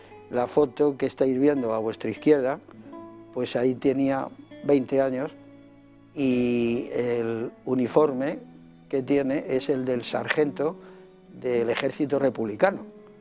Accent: Madrid, Community of Madrid, Spain; born there

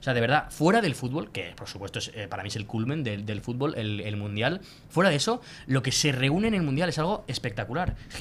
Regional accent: Pamplona, Navarre, Spain; born there; also born or lived in Alicante; Yo en ese momento ya vivía en Alicante, pero muchos saben que yo soy nacido en Pamplona.

